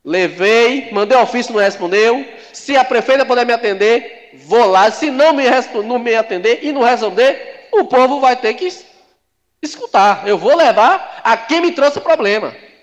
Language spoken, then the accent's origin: Portuguese; Conceição do Jacuípe, Bahia, Brazil; born there; minha localidade onde eu nasci